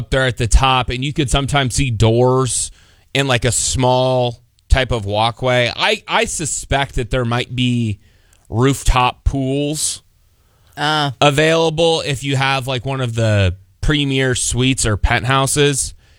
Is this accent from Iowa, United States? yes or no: yes; Iowa, United States; Where are you guys from? We're from Iowa.